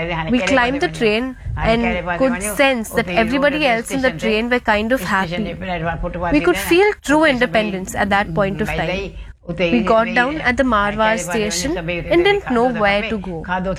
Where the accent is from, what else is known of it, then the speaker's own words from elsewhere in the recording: Hyderabad, Sindh, Pakistan; born there; I was born in Hyderabad, Sindh. We all used to stay very happily over there.